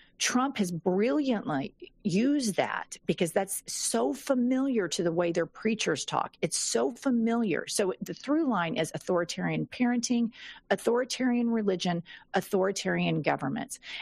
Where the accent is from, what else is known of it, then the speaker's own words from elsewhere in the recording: Bible Belt, United States; But here's something I know about growing up in the Bible Belt.